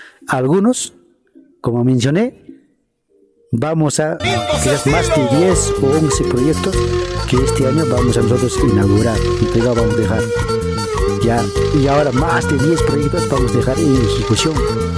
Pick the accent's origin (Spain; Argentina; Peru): Peru; porque yo soy de Yuricancha